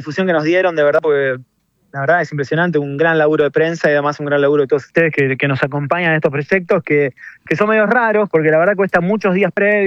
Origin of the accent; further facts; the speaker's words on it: Rosario, Santa Fe, Argentina; moved away as an adult; now in San Lorenzo, Argentina; Yo soy de Rosario, viví toda mi vida en Rosario, pero estoy viviendo ahora en la ciudad de San Lorenzo, la histórica ciudad de San Lorenzo, que está a 150 kilómetros de Paraná, claro, y a 30 de Rosario.